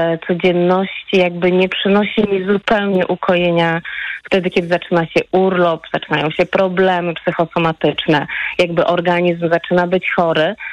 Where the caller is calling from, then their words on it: Gdańsk, Pomeranian Voivodeship, Poland; Ja powiedziałam, że jestem z Gdańska, ale przez chwilę się zawahałam, bo faktycznie dzisiaj przyjechałam do Gdańska.